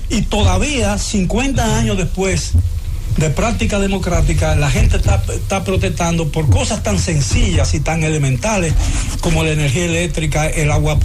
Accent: Santo Domingo, Distrito Nacional, Dominican Republic; also born or lived in Barahona / San Juan; yo nací en Barahona, viví 3 años en San Juan, pero yo me considero un capitaleño.

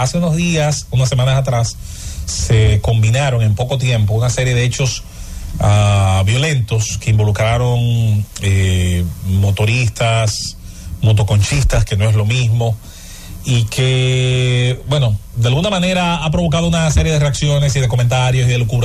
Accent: Azua de Compostela, Azua, Dominican Republic; mi pueblo, en Aso de Compostela

